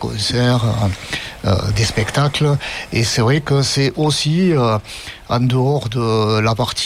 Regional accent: Saint-Rome-de-Tarn, Occitanie, France; Je suis originaire de Saint-Rome, donc j'ai pu voir l'évolution du village pendant, depuis ma naissance jusqu'à mon bel âge d'aujourd'hui.

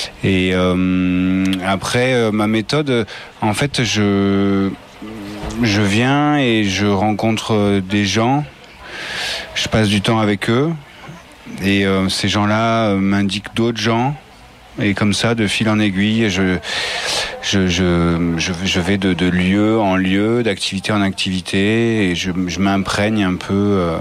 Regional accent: Le Rozier, Occitanie, France; now in Millau, France; j'ai grandi à Rosiers, enfin Mossujol, le Rosier, ce coin là quoi. Et en fait mon territoire, il était entre le Rosier et Millau, Causse Noire, Larzac.

